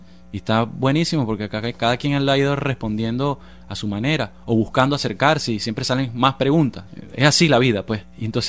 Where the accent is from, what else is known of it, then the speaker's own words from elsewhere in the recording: Venezuela; Creo yo que no es distinto a lo que ha sucedido en mi país, en Venezuela.